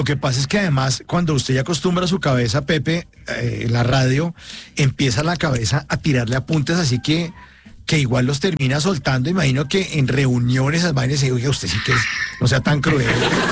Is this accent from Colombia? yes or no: yes; Bogotá, Colombia; Y, a pesar claro, de ser de Bogotá, en Bogotá sabía que existía ZAPPLL, ¿no?